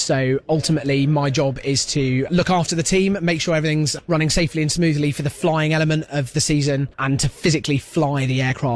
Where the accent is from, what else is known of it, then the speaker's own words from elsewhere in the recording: London, United Kingdom; I grew up in South London, and I used to attend Biggin Hill Air Show with my parents every year when I was really young